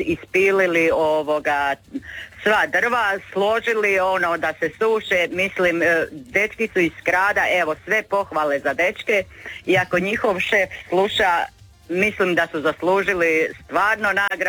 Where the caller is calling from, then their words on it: Primorje-Gorski Kotar County, Croatia; Zovem iz Gorskog Kotara